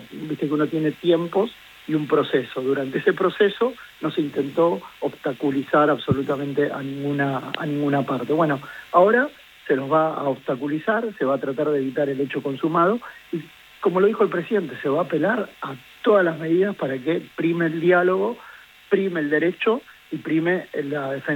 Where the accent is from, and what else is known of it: Argentina